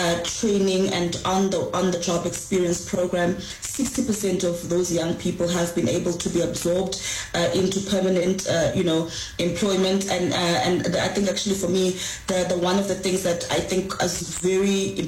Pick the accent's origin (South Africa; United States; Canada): South Africa; first language xh; English is a second language; having gone through an education system where I received, you know, isiXhosa, mother tongue, as my first language